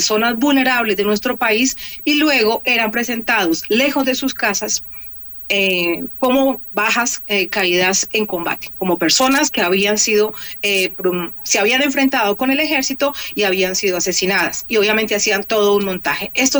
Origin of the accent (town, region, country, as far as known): Colombia